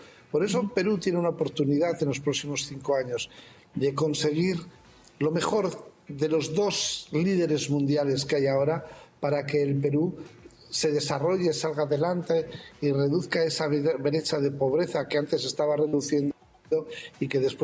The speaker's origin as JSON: {"language": "Spanish", "country": "Spain", "said": "me tocaba a mí, que soy español, ser presidente"}